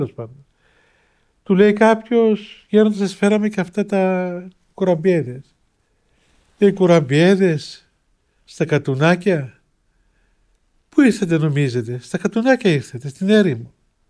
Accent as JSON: {"language": "Greek", "country": "Cyprus", "said": "Λέω, «Τη δική του γενιά, εγώ είμαι Κύπριος, μπορείς να είναι από την Κύπρο και δεν το ξέρω"}